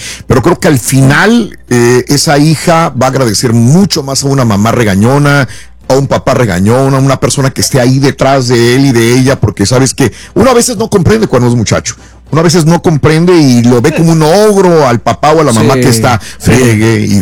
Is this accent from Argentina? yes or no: no; Mexico; somos mexicanos.